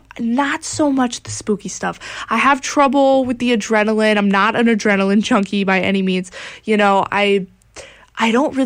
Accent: Dayton, Ohio, United States; moved away as an adult; now in Bowling Green, United States; we are in Bowling Green, which is way closer to Sandusky. My hometown is Dayton, Ohio

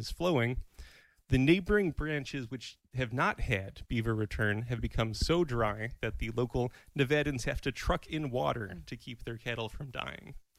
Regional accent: New York, United States; I grew up in Western New York, more or less, with rounding.

